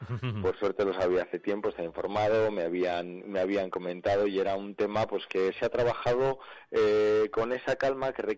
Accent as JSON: {"language": "Spanish", "area": "Soria", "region": "Castile and León", "country": "Spain", "said": "Y que aparezca en mi pueblo"}